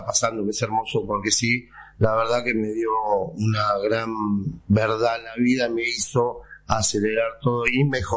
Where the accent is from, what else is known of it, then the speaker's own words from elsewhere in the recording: Dominican Republic; Y soy dominicano.